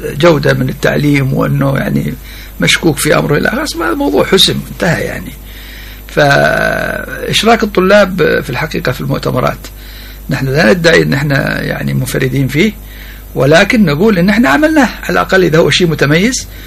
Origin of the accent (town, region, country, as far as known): Yemen